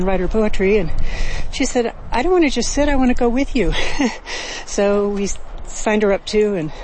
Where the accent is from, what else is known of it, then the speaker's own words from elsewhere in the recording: Fort Collins, Colorado, United States; I'm from Fort Collins, Colorado.